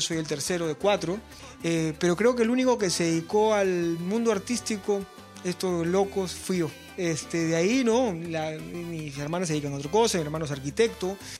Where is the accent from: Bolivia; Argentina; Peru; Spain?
Peru